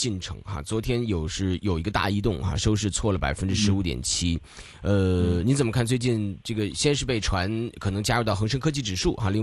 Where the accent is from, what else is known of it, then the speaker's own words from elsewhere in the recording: China; 我们中国人